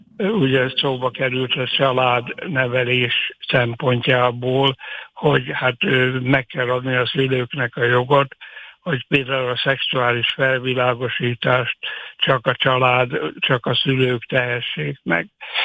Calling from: Hungary; bár nem vagyok budapesti vidéki vagyok

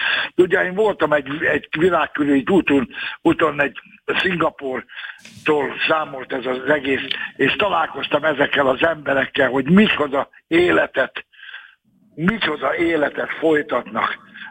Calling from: Hungary; magyar vagyok

